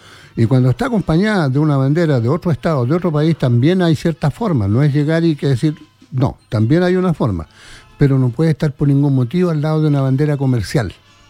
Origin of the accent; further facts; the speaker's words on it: Chile; Yo soy más chileno que 50.000 platos de porotos con rienda